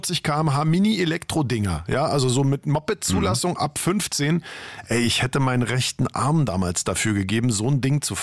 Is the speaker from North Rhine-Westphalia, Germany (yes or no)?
no; Berlin, Germany; ich bin so in Spandau groß geworden.